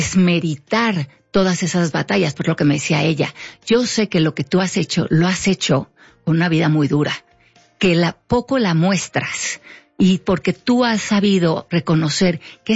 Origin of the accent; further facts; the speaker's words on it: Mexico; entender como mexicanos que la queja no nos lleva a ningún lado.